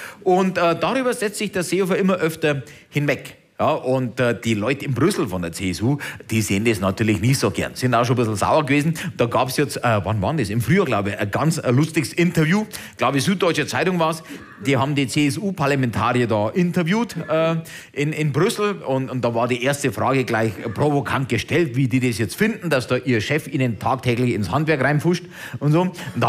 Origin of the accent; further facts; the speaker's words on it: Bavaria, Germany; wieso sehen Sie als Bayer dieses ganze Euro-Thema so süffisant?